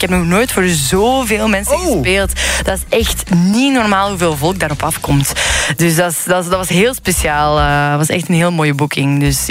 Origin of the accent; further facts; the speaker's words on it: Flanders, Belgium; Ah, sorry. Ik ben, ik ben van regio Leuven.